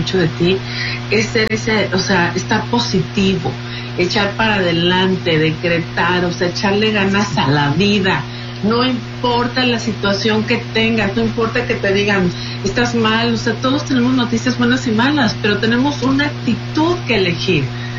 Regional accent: Mexico; now in United States; pues porque soy mexicana

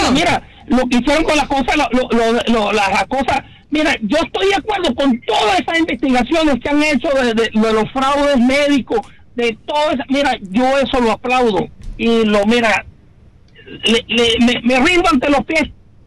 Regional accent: Venezuela; accent: Dominican; moved away; Soy venezolano.

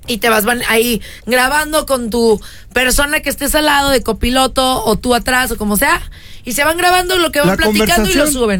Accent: Mexico; Las dos somos mexicanas.

